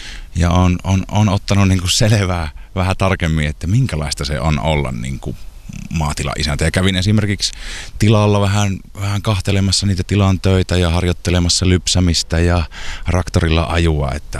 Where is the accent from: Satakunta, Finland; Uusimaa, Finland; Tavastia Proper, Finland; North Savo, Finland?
North Savo, Finland; moved away; saa Savossa tehdä niin kuin kotopuolessa tämmöistä niin kuin työtä